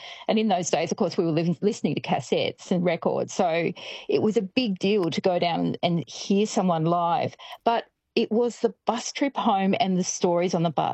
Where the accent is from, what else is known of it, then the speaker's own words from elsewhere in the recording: Shepparton, Victoria, Australia; I mean, I grew up in Shepparton, and I remember doing … when they were so big